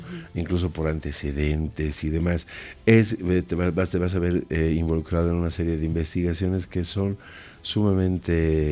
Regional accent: Bolivia; somos bolivianos

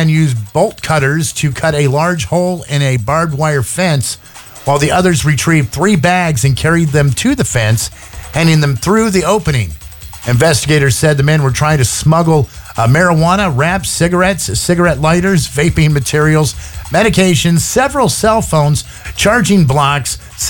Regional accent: Mississippi, United States; also born or lived in Memphis, Tennessee; I always tell everybody I'm from Mississippi because really we lived in Mississippi, but I was born in Memphis because that's where the hospital was. They had to go across the state line, Memphis

